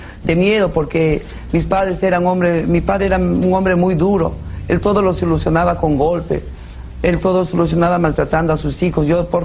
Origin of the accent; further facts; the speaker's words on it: La Oroya, Junín, Peru; Yo estudiaba en el colegio en La Oroya, yo soy natural de La Oroya.